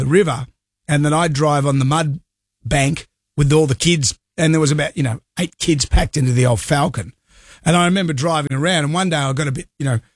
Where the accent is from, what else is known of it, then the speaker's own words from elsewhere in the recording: Australia; No, I'm just Australian, so we don't have any sort